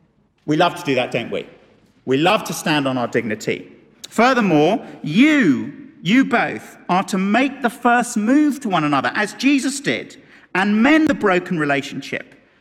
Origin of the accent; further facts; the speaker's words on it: United Kingdom; particularly if we're British